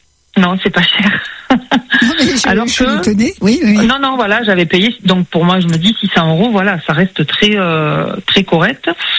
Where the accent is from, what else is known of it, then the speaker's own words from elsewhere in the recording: south of France, France; accent: southern; Parce que quand ils entendent mon accent, ils me disent « Mais vous êtes d'où ?»« Oui, mais je suis du Sud. »